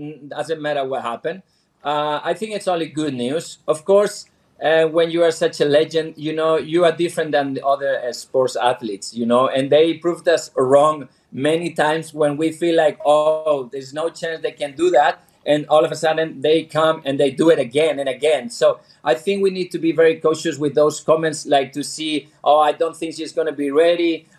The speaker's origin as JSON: {"language": "English", "town": "Barcelona", "region": "Catalonia", "country": "Spain", "said": "I'm from Barcelona, I'm from Barca fan."}